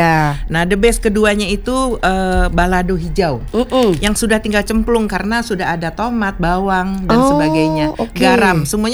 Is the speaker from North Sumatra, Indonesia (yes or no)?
no; Jakarta, Indonesia; Asli Minang dua-duanya, cuman saya lahir Jakarta, gede di Jakarta.